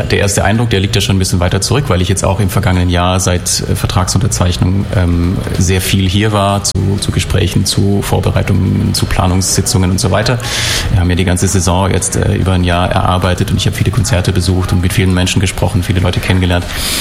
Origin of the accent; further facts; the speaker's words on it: Southwest Germany, Germany; die so ein bisschen eher aus meiner Heimat, nämlich aus Südwestdeutschland kommen